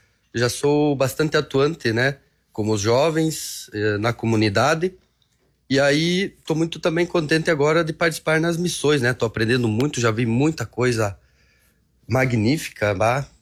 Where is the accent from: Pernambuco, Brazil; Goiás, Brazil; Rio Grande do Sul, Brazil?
Rio Grande do Sul, Brazil; Nicolau Vergueiro; Eu venho lá de Nicolau Vergueiro, uma pequena cidade, né? Perto de Marau, uhum, bem pertinho de Marau.